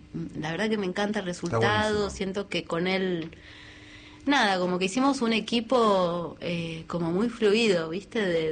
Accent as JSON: {"language": "Spanish", "town": "Trevelin", "region": "Chubut", "country": "Argentina"}